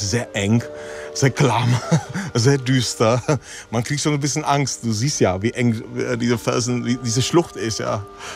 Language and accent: German; Lomnice nad Popelkou, Liberec Region, Czechia; also born or lived in Turnov; Ich bin keine 14 Kilometer von hier aufgewachsen und keine 7 Kilometer in der Tat von hier geboren in Turnow, aufgewachsen in Lomnice nad Popelkou.